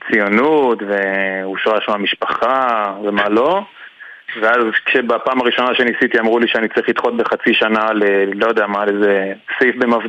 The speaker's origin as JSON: {"language": "Hebrew", "town": "Jerusalem", "region": "Jerusalem District", "country": "Israel", "said": "שנינו בני 26, מירושלים."}